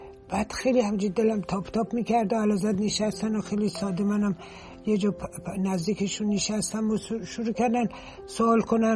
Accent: Iran; یه دفعه یک کسی پرسید شما از کجا هستین، من که گفتم ما ایرانی هستیم، اینجوری کرد گفت کنی برز، یعنی آدم خور

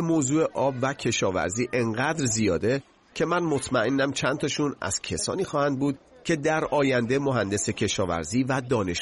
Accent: Rasht, Gilan, Iran; چیزی که من زمان بچگی یادمه، من بچه رشت هستم تو شمال ایران

